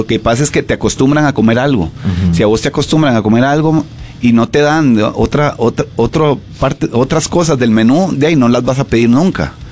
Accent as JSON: {"language": "Spanish", "country": "Costa Rica", "said": "La identidad que tenemos como ticos se expresa en la música, en el arte, siempre."}